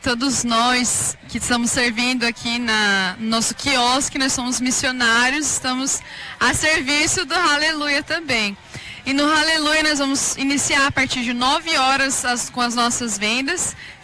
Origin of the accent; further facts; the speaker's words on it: Londrina, Paraná, Brazil; Sou natural do Paraná, de Londrina.